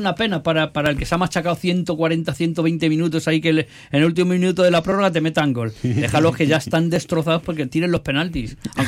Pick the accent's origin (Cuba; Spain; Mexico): Spain; Yo saben que yo soy muy español, ¿sabes?